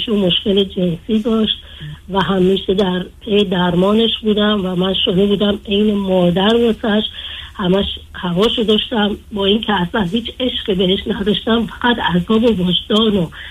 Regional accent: Iraq; بعد منم خودم از عراق اومدیم از زمان جنگ و ما خودمونم با یه مادر 25 ساله با 8 بچه بزرگ شدیم تو شرایط سخت.

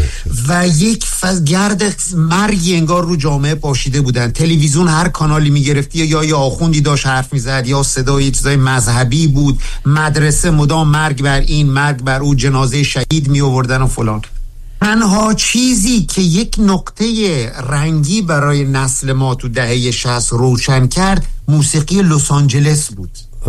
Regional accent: southern Iran, Iran; من تو جنگ بزرگ شدم، تو جنوب، متولد 58 ام.

